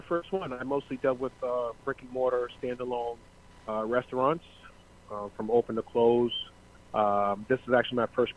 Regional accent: New York, United States; with my grandparents and parents with some Caribbean and Southern background. I was born and raised in Queens. Moved around a bit, but most of my time was spent in Queens.

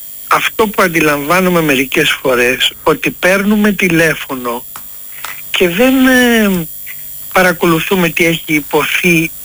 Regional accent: Athens, Attica, Greece; born there; Όχι, εγώ έχω γεννηθεί στην Αθήνα.

